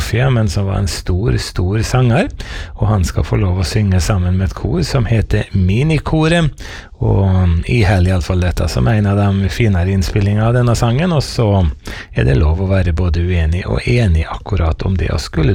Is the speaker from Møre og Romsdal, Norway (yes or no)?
yes; Møre og Romsdal, Norway; både på Nordmøre der jeg vokste opp